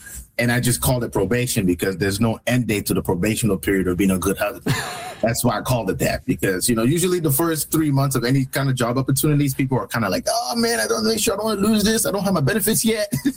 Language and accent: English; Alberta, Canada; In terms of, I guess, growing up in Alberta, it really taught me, I guess, resilience. Because, you know, growing up in the cold weather, we don't really get snow days as often because of how cold it is.